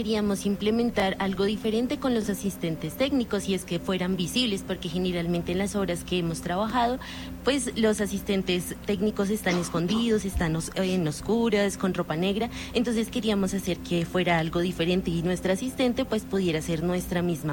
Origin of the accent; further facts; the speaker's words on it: Colombia; nos unimos hace poco como colombianos